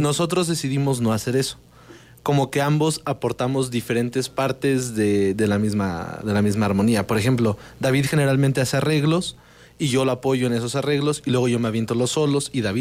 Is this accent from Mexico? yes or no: yes; Mexico City, Mexico; born there; moved away as an adult; now in Querétaro, Mexico; yo nací en la Ciudad de México, pero sí llevo 8 años viviendo aquí en el Querétaro.